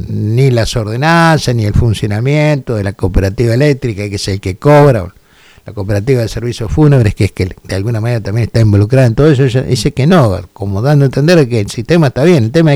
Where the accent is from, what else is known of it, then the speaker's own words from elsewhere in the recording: Argentina; somos argentinos